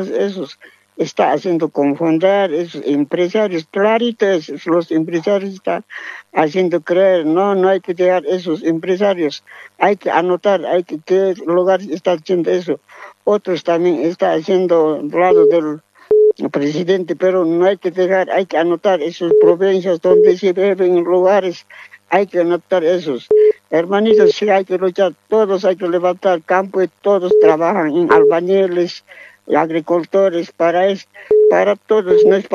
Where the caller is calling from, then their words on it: Cochabamba, Bolivia; yo estoy llamando de Cuchabamba … Chiquipaya